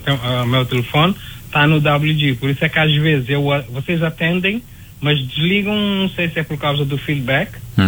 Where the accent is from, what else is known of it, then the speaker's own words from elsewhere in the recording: São Nicolau, Cape Verde; moved away; É uma ilha um bocadinho afastada, não tem muito desenvolvimento, mas está em progressão. Mas pronto, é uma ilha onde eu saí de lá há mais ou menos há 60 anos.